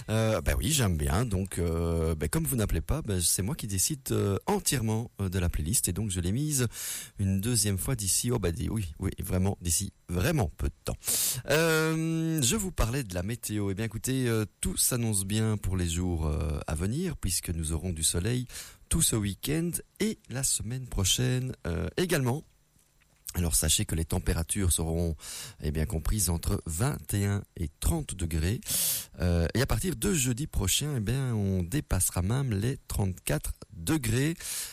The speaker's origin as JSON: {"language": "French", "town": "Brussels", "region": "Brussels-Capital Region", "country": "Belgium", "moved": "as an adult", "lives_now": "Luxembourg Province, Belgium", "said": "maintenant, j'y habite, donc c'est aussi la mienne, même si je suis bruxellois et je suis de la province du Luxembourg que depuis un an maintenant."}